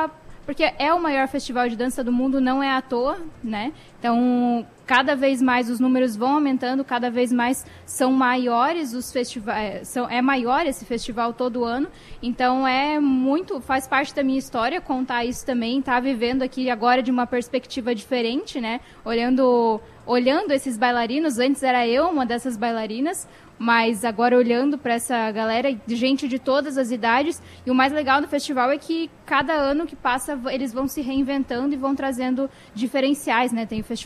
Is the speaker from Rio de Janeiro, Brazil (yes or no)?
no; Joinville, Santa Catarina, Brazil; eu sou joinvilense, né? Nasci aqui